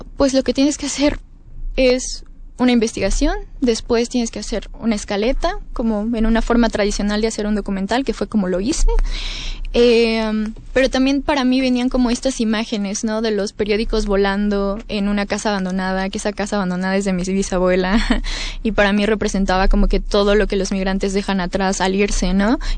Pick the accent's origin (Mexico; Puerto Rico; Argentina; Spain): Mexico; San José Iturbide, Guanajuato; San José Iturbide, Guanajuato, de donde yo soy, de donde es mi familia materna